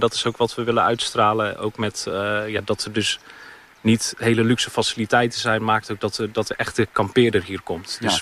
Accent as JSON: {"language": "Dutch", "region": "Zeeland", "country": "Netherlands", "also_born_or_lived": "The Hague", "moved": "yes", "said": "We komen wel allebei van origine natuurlijk uit Zeeland."}